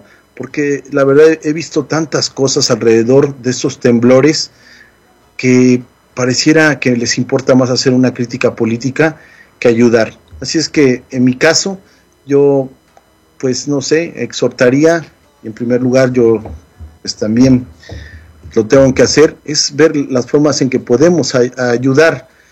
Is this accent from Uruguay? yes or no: no; Mexico; now in Colorado, United States; nosotros como mexicanos